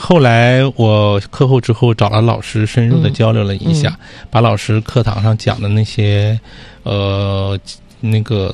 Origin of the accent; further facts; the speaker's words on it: Russia; Chinese is a second language; 完了之后我们俄罗斯人说呢，我们可能听的时候也有比较这个不理解